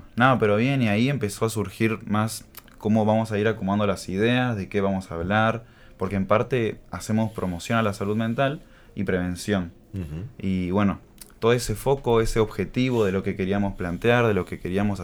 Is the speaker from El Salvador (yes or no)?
no; Buenos Aires, Argentina; born there; also born or lived in Fortaleza, Ceará, Brazil; now in Entre Ríos, Argentina; Yo nací en Brasil, pero me crié en Argentina. Okay. En la provincia de Buenos Aires y de ahí acá Entre Ríos.